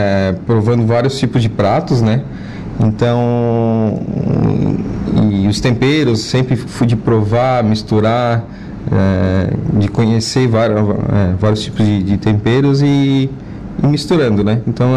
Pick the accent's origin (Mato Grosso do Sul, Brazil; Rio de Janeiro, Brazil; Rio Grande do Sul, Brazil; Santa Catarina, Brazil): Santa Catarina, Brazil; Araranguá; A minha adolescência aqui em Araranguá mesmo, né? Em 99 abriu o grupo escoteiro aqui de Araranguá, né?